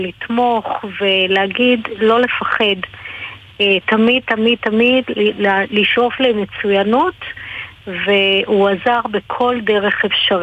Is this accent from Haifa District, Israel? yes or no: no; Jerusalem, Jerusalem District, Israel; now in Hadid, Israel; אז אני ירושלמית במקור, אני בעוד 6 ימים, אני לא יכולה להגיד שאני אחגוג 63